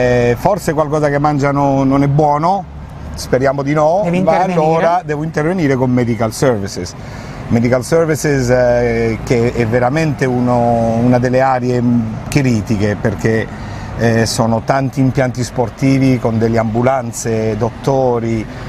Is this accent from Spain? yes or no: yes; Madrid, Community of Madrid, Spain; Italian is a second language; moved away; also born or lived in United States; Io sono madrilegno, sono di Madrid.